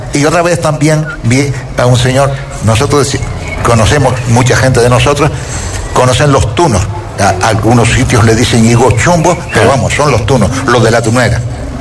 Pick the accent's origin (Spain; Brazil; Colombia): Spain; Canary Islands; born there; Pero hombre, yo soy nacido en Gran Canaria, ¿no? Pero cuando he venido aquí al sur hace 45 años, ya mi mujer me dijo, dice, de aquí yo no me muevo.